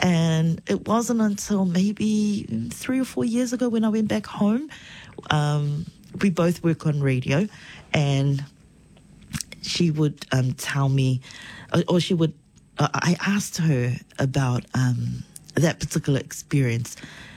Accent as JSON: {"language": "English", "country": "Niue", "tie": "born or raised there", "said": "So I went to, I grew up in Niue, therefore I went to the only primary school, which is Niue Primary School. And then I went on to Niue High School, which is also the only high school on island."}